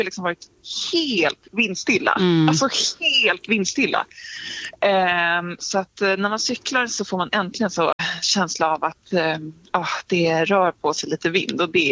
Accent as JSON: {"language": "Swedish", "country": "Sweden", "said": "Alltså som svensk, vi hade ju liksom kunnat prata om det här i året ut"}